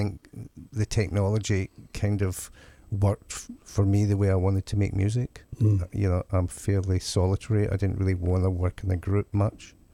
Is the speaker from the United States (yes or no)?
no; Scotland, United Kingdom; I come from Scotland, so I was part of the Scottish sort of punk, post-punk movement.